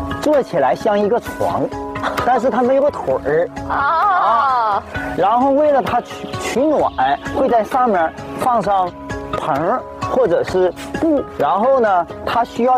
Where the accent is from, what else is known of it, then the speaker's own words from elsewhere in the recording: Northeast China, China; accent: Northeastern Mandarin; 用我们东北话讲叫没有道眼